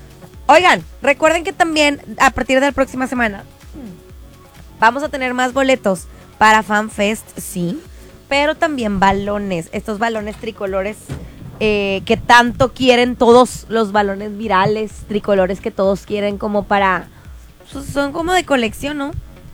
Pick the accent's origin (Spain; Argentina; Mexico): Mexico; así somos nosotros los mexicanos.